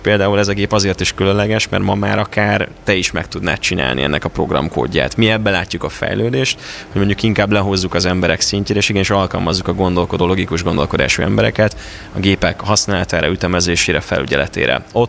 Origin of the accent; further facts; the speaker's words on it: Ajka, Veszprém County, Hungary; Én például Ajkáról származom, ez egy bányászváros.